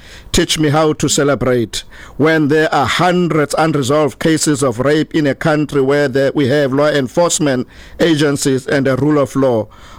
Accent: George, Western Cape, South Africa; because I grew up in an environment of Xhosa, Afrikaans, and English. How I grew up in George and Rosemore, a township called Rosemore, where I grew alongside with Afrikaans-speaking people, like colored-speaking people, and I'm Sotho by origin.

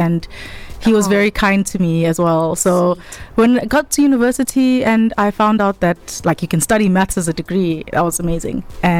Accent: Johannesburg, Gauteng, South Africa; moved away as an adult; also born or lived in Bloemfontein; now in Cape Town, South Africa; I was born in Bloemfontein, mm-hmm. grew up there for a bit, moved around, and then I had most of my childhood in Johannesburg. And then I moved down to Cape Town as an adult after university

